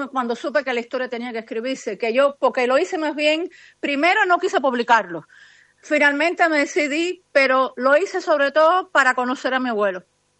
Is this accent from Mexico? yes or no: no; Cuba; moved away; como tú dices. En Cuba, yo crecí en Cuba. Yo viví gran parte de mi vida en Cuba. Y notarás por mi acento.